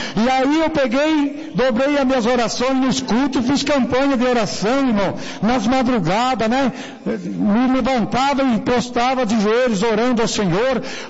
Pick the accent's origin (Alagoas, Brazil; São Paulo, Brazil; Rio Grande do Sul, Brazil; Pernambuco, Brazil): São Paulo, Brazil; Jundiaí; aí veio uma irmã abençoada lá de Louveira, nós somos de Jundiaí, usada por Deus, né?